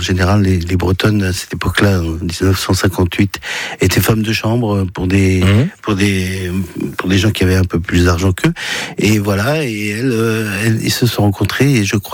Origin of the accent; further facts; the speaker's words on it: Villiers-sur-Marne, Île-de-France, France; also born or lived in Paris; Je suis né à Paris, puis j'ai grandi en région parisienne très tôt. Je suis venu à Paris par accident, en fait. Et j'ai grandi en région parisienne, du côté de Villiers-sur-Marne, du côté des bords de Marne.